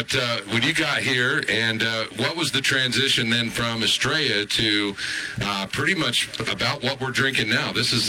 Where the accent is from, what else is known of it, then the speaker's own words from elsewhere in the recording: Midwest, United States; I came from the Midwest. People say I fell off the turnip truck, too. That's what they think of us in the Midwest